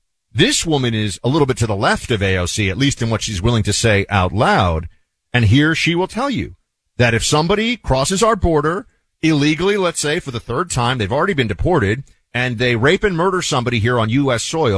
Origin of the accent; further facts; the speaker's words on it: New York City, New York, United States; This is a Democrat who could very well win a congressional seat in New York City, my hometown